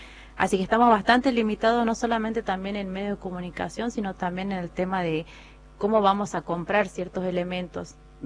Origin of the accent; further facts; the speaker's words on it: Jujuy, Argentina; Porque no solamente somos tres jujeños